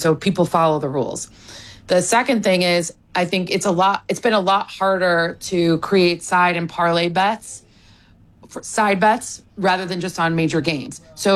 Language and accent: English; Cleveland, Ohio, United States; there's a pending case of former Cleveland Guardians players in my hometown of Cleveland, Ohio